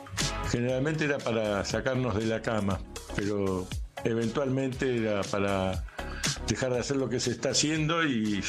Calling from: Moreno, Buenos Aires Province, Argentina

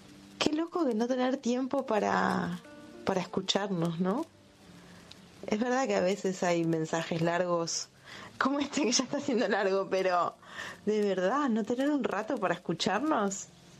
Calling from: Buenos Aires, Argentina; de Floresta, saludando por aquí.

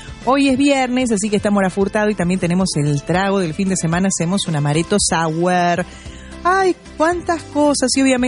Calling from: Río Grande, Tierra del Fuego, Argentina; Hola, … … de Río Grande, Tierra del Fuego. Estoy tejiendo gorros de lana y los escucho mientras tomo unos mates calentitos porque acá el frío no perdona nunca.

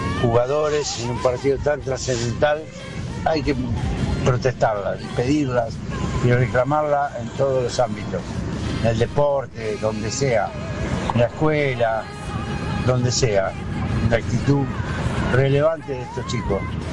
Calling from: La Plata, Buenos Aires Province, Argentina; Buen día, Machini … de la Plata, los escucho siempre.

